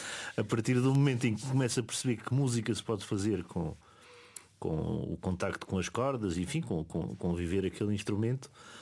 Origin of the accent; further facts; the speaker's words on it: Centro, Portugal; also born or lived in Paris; como vivi em Paris há alguns anos, onde estudei e onde poderia ter ficado, não é? Mas não decidi voltar para casa, porque o chamamento da beira baixa, da beira alta, enfim, da minha terra, sempre falou mais alto